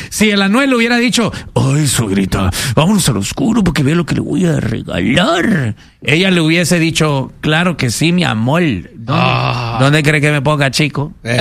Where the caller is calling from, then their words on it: Ciudad Obregón, Sonora, Mexico; allá en Obregón, Sonora, de donde soy yo.